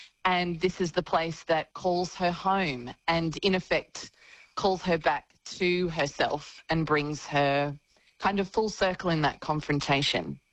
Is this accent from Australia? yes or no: yes; Gold Coast, Queensland, Australia; I grew up in southeast Queensland. I grew up on the Gold Coast, on Yugambeh country.